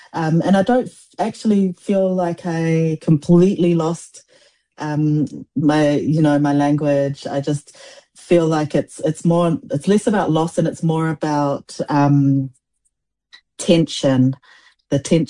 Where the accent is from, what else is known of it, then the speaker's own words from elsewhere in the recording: New Zealand; first language Samoan; English is a second language; I moved to Aotearoa as a 4-year-old, not knowing a word of English. And Samoan is my first language. And so I have lived this life between two languages.